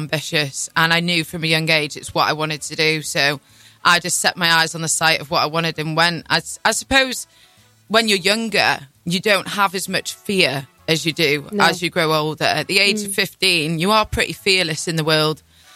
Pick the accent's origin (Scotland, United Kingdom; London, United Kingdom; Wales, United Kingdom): Wales, United Kingdom; Llandudno Junction; I'm originally from a lovely little place called Llandudno Junction.